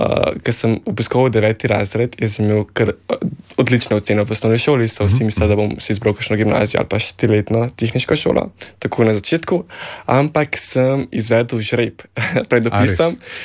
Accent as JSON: {"language": "Slovenian", "town": "Kranj", "region": "Upper Carniola", "country": "Slovenia", "lives_now": "Ljubljana, Slovenia", "said": "da bi šel recimo tudi na frizersko šolo v Kranj, ker sem iz Kranja, sem še vsem tišel v Ljubljano"}